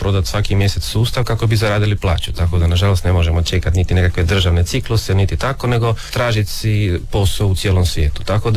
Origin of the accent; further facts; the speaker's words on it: Pula, Istria County, Croatia; mi smo tu iz Pule, pretežito svi, imamo jednog Porečana isto.